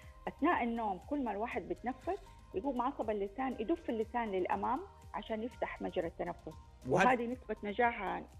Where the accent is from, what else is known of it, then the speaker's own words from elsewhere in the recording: Saudi Arabia; عندنا في المملكة